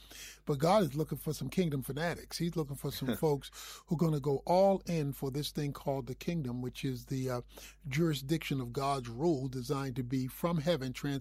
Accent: Dallas, Texas, United States; You know, I'm from Dallas, you know, which means that you're a Cowboy fan.

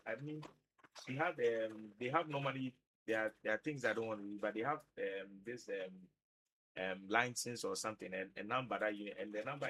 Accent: Tamale, Northern Region, Ghana; And the lady came all the way from the north. I'm from Tamale.

